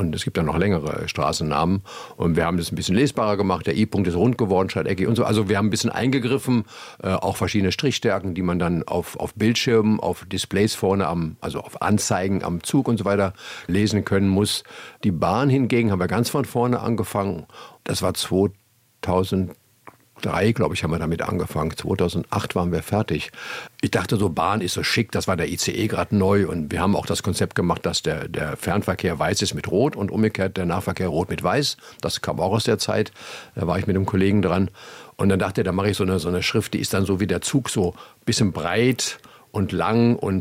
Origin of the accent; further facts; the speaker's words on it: Stadthagen, Lower Saxony, Germany; born there; Also, dass ich, wo ich geboren bin, in Stadthagen bei Hannover, meine Eltern waren mit der Druckerei befreundet, die im Nebenhaus war.